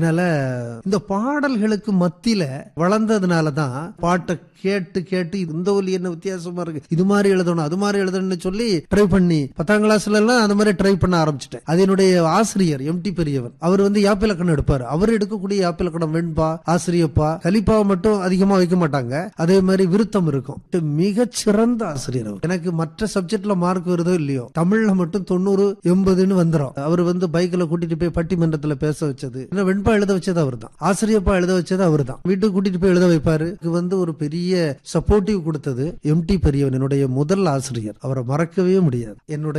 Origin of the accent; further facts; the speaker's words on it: Tamil Nadu, India; அதுதான் எங்க ஊர், எங்க அம்மா பிறந்த ஊர், நான் பிறந்த ஊரும் அந்த ஊர் தான் என்ன தாலாட்டி வளர்த்துச்சுன்னு சொல்லணும். அந்த மண்ணு வந்து ரொம்ப சிறந்த மண்ணு, தேரின்ங்கிறது பாலை நிலம் தான்